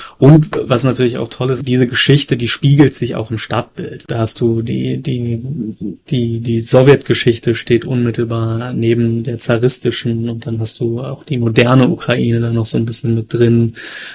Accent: Berlin, Germany; ich bin ja gebürtiger Berliner

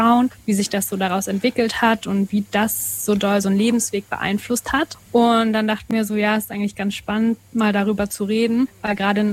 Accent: Cottbus, Brandenburg, Germany; now in Berlin, Germany; Ich komme aus Cottbus. Ursprünglich.

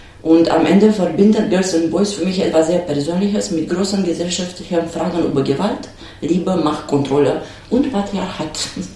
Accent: Romania; German is a second language; moved away as an adult; ich komme aus Rumänien, ich bin hier mit 40 angekommen, ich habe kein Deutsch gesprochen, ich habe damals angefangen, Deutsch zu lernen, zu sprechen und auf Deutsch zu spielen. Und jetzt, nach 8,5 Jahren

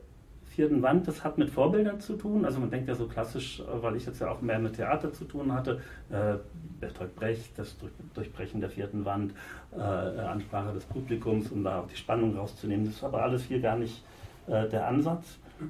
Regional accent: Northern Germany, Germany; Als Norddeutscher ist das immer so ein bisschen schwierig.

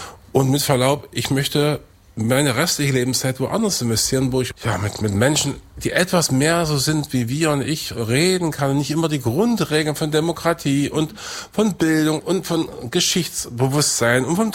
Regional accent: Weißenfels, Saxony-Anhalt, Germany; also born or lived in Eisleben; Ja, ich bin in Eisleben geboren, in Weißenfels aufgewachsen. Also es ist mein Ursprungsfluidum dieser proletarisch geprägte Kultur des Industriedreieckes.

